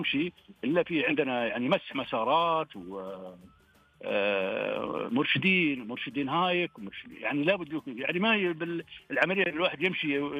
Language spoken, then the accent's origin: Arabic; Asir, Saudi Arabia; moved away; فأنا دائما أحب أرجع لقريتي القديمة والأرض القديمة اللي هي وادي غيثان.